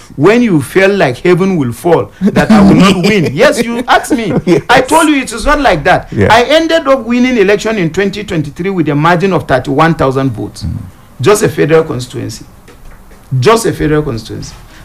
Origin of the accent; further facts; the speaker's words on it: Kanam, Plateau, Nigeria; I am from Kanam.